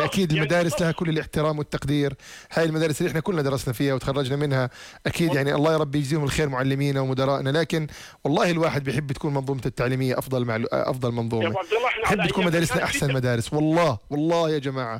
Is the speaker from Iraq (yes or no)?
no; Jordan; لكن والله أنا مواطن أردني، أولادي بمدارس